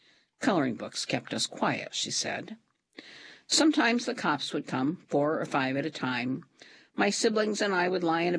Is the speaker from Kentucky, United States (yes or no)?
yes; Lexington, Kentucky, United States; from Kentucky, and I was raised in a crack house. At the Charlotte Court Housing Project in Lexington, Kentucky